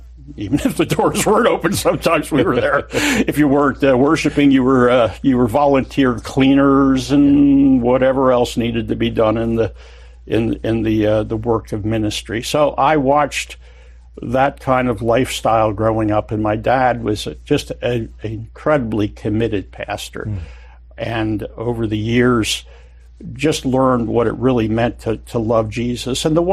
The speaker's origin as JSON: {"language": "English", "region": "Pennsylvania", "country": "United States", "tie": "born or raised there", "also_born_or_lived": "New Jersey", "said": "We were here 5 years, you know, there 4 years. So I grew up in Pennsylvania and New Jersey."}